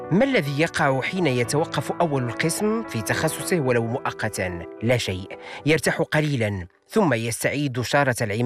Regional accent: Morocco; هذا الفيلم صور الجزء الأكبر منه عندنا في المغرب

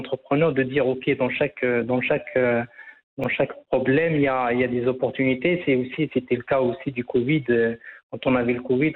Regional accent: Agadir, Souss-Massa, Morocco; on voulait avec ma femme qui est de Fès et moi je suis d'Agadir.

